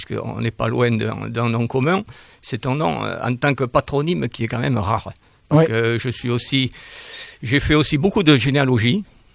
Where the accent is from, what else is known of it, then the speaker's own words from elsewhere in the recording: Hermes, Nouvelle-Aquitaine, France; born there; moved away; je suis revenu, je suis pas toujours resté, mais je suis revenu, où je suis né, à Hermes.